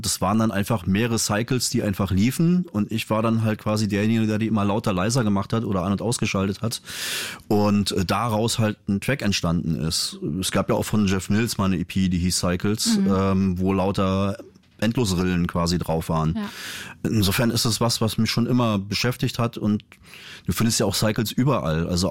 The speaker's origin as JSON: {"language": "German", "region": "Mecklenburg-Vorpommern", "country": "Germany", "moved": "yes", "said": "Ich komme halt ursprünglich aus MacPom."}